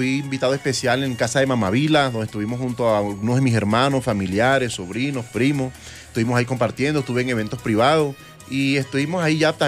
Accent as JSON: {"language": "Spanish", "town": "Valledupar", "region": "Cesar", "country": "Colombia", "tie": "born there", "moved": "as an adult", "lives_now": "Bogotá, Colombia", "said": "Sí, yo nací en Valledupar, pero estoy radicado en la ciudad de Bogotá ya hace unos 10 años, más o menos."}